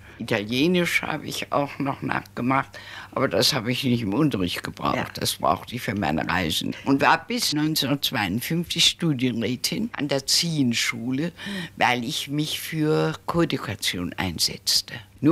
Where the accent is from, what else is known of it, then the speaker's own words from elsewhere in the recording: Hesse, Germany; now in Frankfurt, Germany; Ich fühle mich als alte Frankfurterin. Obwohl meine Heimat an der waldeckischen Grenze zwischen Frankenberg und Korbach